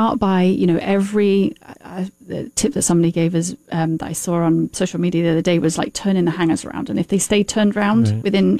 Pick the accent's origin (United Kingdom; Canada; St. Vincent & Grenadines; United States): United Kingdom